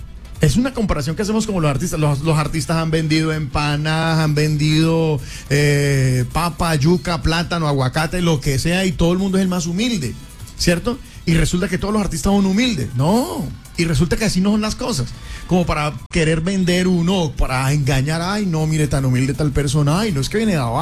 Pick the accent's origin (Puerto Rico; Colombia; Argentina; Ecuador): Colombia; now in Villavicencio, Colombia; nosotros como colombianos